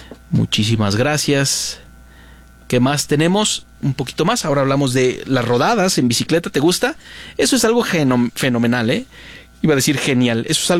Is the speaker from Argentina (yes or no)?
no; Morelia, Michoacán, Mexico; Esos lugares que pues al final nos dieron mucha identidad a los que somos de Morelia, a los que vivimos en Morelia